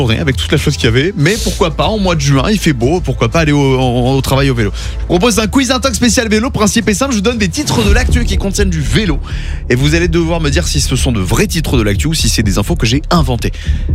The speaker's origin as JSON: {"language": "French", "region": "Grand Est", "country": "France", "said": "un vélo de location Vélope de chez nous en Alsace, de Strasbourg."}